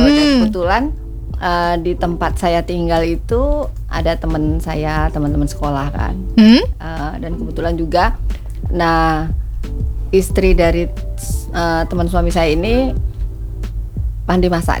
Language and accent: Indonesian; Tanjung Pinang, Riau Islands, Indonesia; also born or lived in Klaten, Central Java; Saya itu ikut merantau ibu saya di kelas 1 SD.